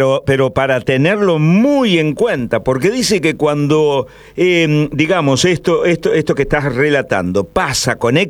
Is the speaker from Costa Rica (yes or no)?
no; Rosario, Santa Fe, Argentina; como rosarino, como ciudadano